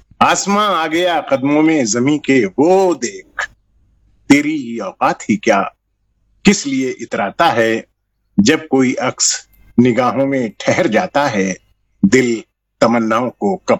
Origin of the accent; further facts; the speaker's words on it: Uttar Pradesh, India; moved away as an adult; now in Moradabad, India; मैं मुरादाबाद जनपद के पास ही एक गांव है पूरी रवाना